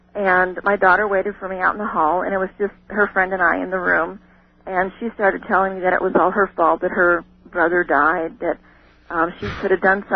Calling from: Crowheart, Wyoming, United States; also born or lived in Oregon; I'm calling from Crowheart, Wyoming.

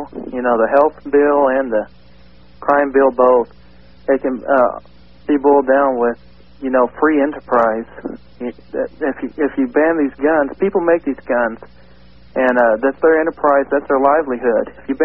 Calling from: Everett, Washington, United States; Everett, Washington.

